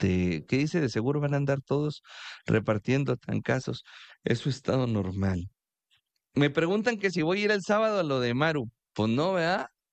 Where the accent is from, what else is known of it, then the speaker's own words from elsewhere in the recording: Chihuahua, Mexico; Antes que cualquier otra cosa, somos humanos, chihuahuenses, mexicanos.